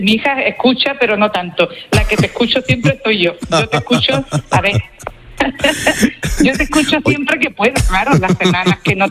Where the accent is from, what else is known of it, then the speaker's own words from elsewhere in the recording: Tarifa, Andalusia, Spain; moved away as an adult; No, me gusta mucho hablar, yo soy andaluza, yo estoy aquí, vine aquí buscando trabajo y ya me quedé aquí.